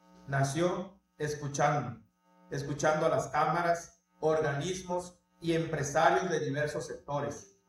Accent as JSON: {"language": "Spanish", "region": "Tabasco", "country": "Mexico"}